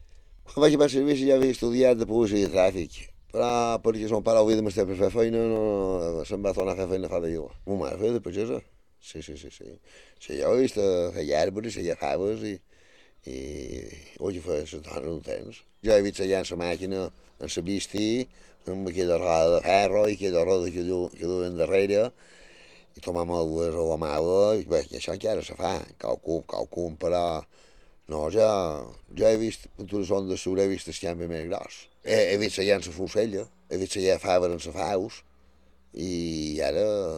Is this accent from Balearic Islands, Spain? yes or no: yes; Balearic Islands, Spain; born there